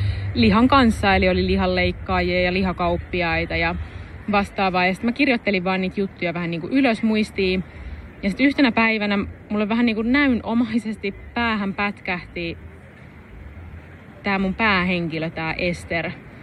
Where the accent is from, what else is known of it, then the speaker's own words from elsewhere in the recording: Valkeakoski, Pirkanmaa, Finland; moved away; Mä oon kotoisin Valkeakoskelta Suomesta, siellä mä oon syntynyt, nykyään mä asustelen sitten muualla.